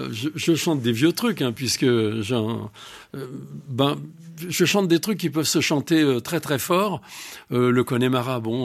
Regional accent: Montmirail, Grand Est, France; je viens de Montmirail, dans la Marne. Mon père réparait des postes de télévision.

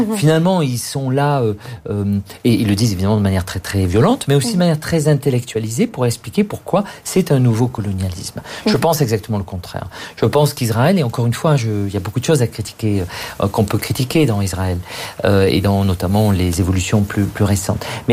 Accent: France; moi je suis français

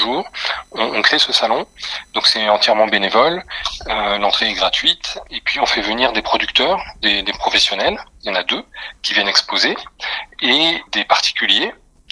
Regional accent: France

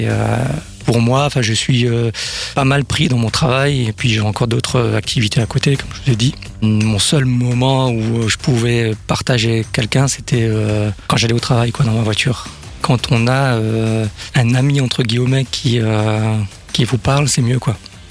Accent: Colmar, Grand Est, France; born there

